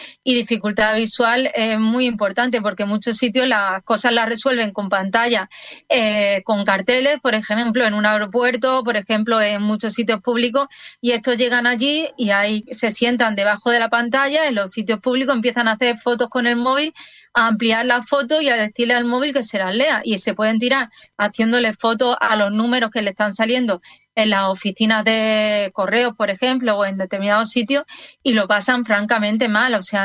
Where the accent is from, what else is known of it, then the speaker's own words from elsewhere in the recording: Seville, Andalusia, Spain; yo soy de origen sevillano.